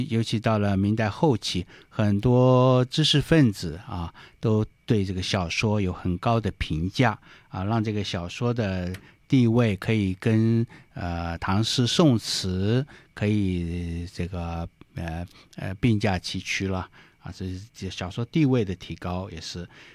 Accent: Fujian, China; 因为我的老家在福建呢

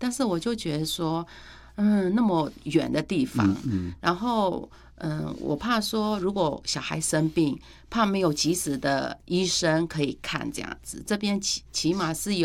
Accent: Myanmar; moved away as an adult; now in Taiwan; 我一直都是说我是缅甸人。

